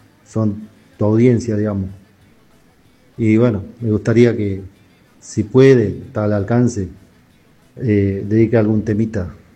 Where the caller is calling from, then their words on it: Florencio Varela, Buenos Aires Province, Argentina; acá de Florencio Varela.